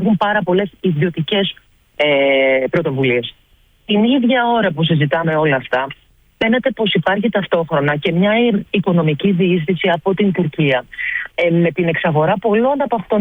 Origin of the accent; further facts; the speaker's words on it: Piraeus, Attica, Greece; born there; also born or lived in Feres, Evros; γεννήθηκα στον Πειραιά.